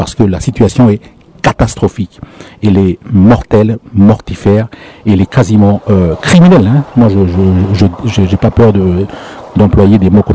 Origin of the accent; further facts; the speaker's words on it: Lifou, Loyalty Islands Province, New Caledonia; Donc nous sommes des Mélanésiens. Moi, je suis Mélanésien d'origine de l'Ifou.